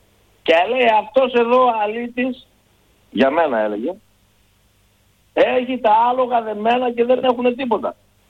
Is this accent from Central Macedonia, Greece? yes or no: yes; Thessaloniki, Central Macedonia, Greece; now in Kalandra, Greece; Είμαι μεγαλωμένος στη Θεσσαλονίκη, στο Κορδελιό. Δεν είμαι μεγαλωμένος στον Ζωά. Αλλά το χωριό μου ήταν η Καλάνδρα. Και γύρισα μετά από το στρατό εδώ στην Καλάνδρα.